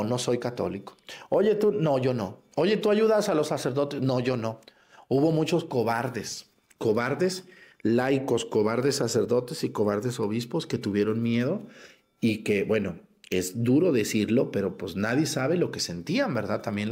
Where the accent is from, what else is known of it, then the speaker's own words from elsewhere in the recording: Mexticacán, Jalisco, Mexico; que pasó por mi pueblo, por Mesticacán, Jalisco